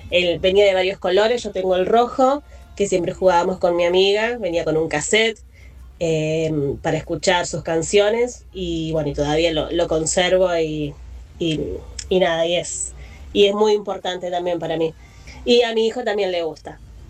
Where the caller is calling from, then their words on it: Villa Luzuriaga, Buenos Aires Province, Argentina; Hola Latina … de Villa Luz Uriaga.